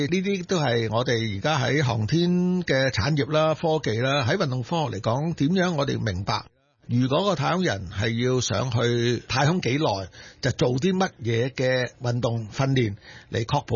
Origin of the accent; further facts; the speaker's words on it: Hong Kong; 我们香港人